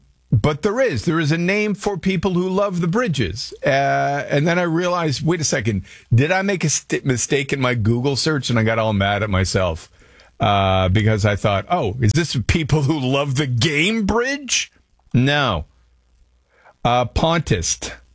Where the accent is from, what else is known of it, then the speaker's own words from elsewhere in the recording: Montreal, Quebec, Canada; growing up in Montreal was we lived near the Trans-Canada, the 401 in Montreal